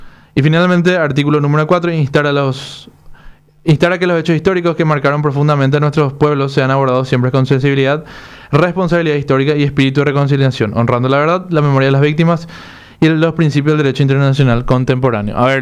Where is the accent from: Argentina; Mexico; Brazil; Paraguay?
Paraguay